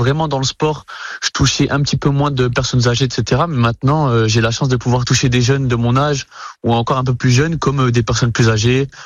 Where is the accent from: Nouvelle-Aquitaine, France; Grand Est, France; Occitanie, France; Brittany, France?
Grand Est, France; Thionville; born there; je suis né à Thionville, je connais tout le monde à Thionville maintenant